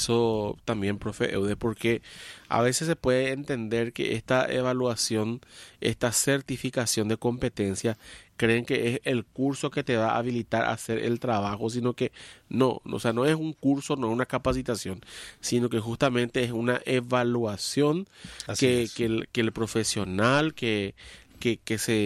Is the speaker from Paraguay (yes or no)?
yes; Paraguay; el fervor que hoy los paraguayos le vamos a poner